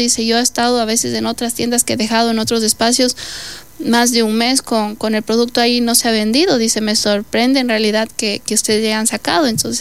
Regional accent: Lago Agrio, Sucumbíos, Ecuador; Soy Hecho en Lago Agrio no es solo porque nací aquí en Lago Agrio, sino es una identidad que es para todos

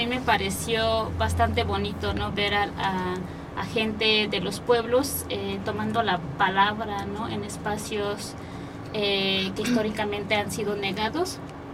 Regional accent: Chiapas, Mexico; first language Tzotzil; Spanish is a second language; Nosotras somos hablantes de la lengua maya tzotzil y somos originarias de los Altos de Chiapas.

